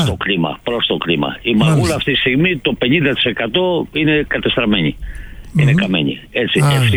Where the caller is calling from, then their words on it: Monastiraki, Central Greece, Greece; Το χωριό μου είναι το Μοναστηράκι.